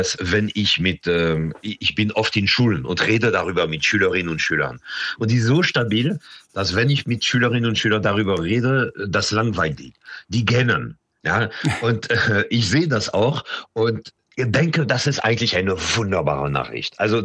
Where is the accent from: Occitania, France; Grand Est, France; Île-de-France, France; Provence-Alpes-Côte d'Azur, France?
Île-de-France, France; Paris; moved away; ich bin als Kind in Paris geboren und aufgewachsen